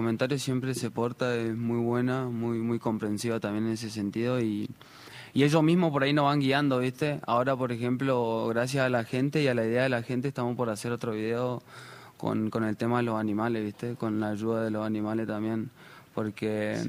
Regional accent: Jujuy, Argentina; Como soy jujeño y es mi provincia

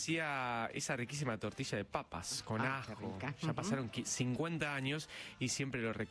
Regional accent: Morón, Buenos Aires Province, Argentina; de Morón. Tengo 58 años.

